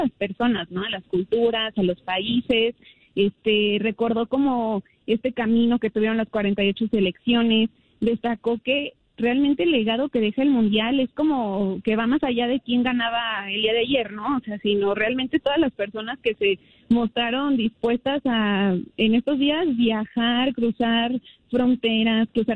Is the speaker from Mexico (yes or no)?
yes; Mexico